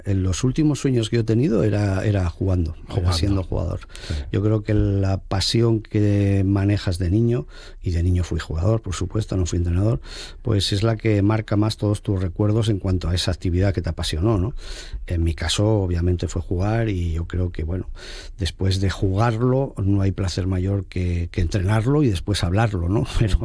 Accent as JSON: {"language": "Spanish", "region": "Asturias", "country": "Spain", "said": "Yo soy asturiano, además he estado en los dos clubs"}